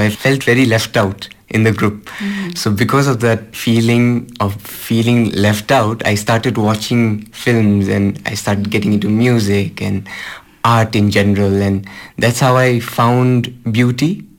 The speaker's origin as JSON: {"language": "English", "town": "Darjeeling", "region": "West Bengal", "country": "India", "said": "I am a filmmaker from Darjeeling."}